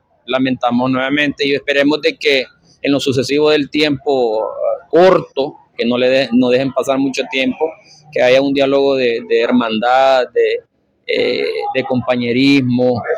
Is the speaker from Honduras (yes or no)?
yes; Honduras; como diputado del departamento de Valle, del Partido Liberal de Honduras